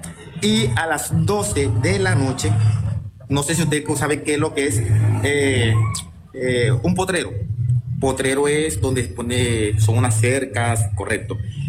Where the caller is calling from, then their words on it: Cartagena, Bolívar, Colombia; Me estoy comunicando desde Cartagena.